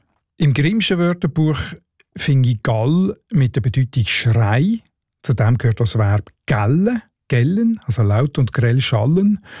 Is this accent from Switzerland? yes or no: yes; Northwestern Switzerland, Switzerland; accent: Northwestern Swiss German